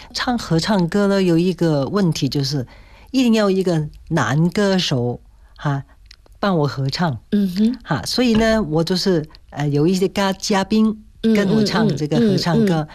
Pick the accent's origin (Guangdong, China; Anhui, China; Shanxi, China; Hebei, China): Guangdong, China; Zhongshan; 我第一站是在我的家乡中山举行